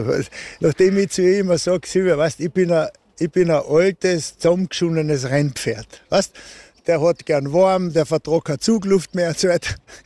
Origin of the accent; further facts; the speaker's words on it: Graz, Styria, Austria; Das ist richtig, ja, als gebürtiger Grazer obendrein. Nein, ich bin natürlich mit Haut und Haar mal Österreicher